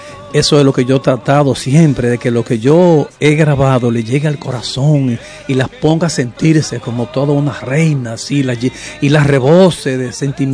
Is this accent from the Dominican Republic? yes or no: yes; Santiago de los Caballeros, Santiago, Dominican Republic; moved away; also born or lived in Puerto Rico; santiaguero, nacido, vivido del centro de Santiago y amante de la ciudad corazón.